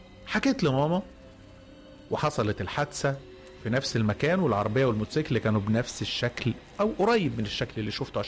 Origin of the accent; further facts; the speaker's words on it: Zagazig, Sharqia Governorate, Egypt; عندي 37 سنه، انا من الزقازيق، ولو في حد من عندنا من الشرقيه يا ريت يثبت حضوره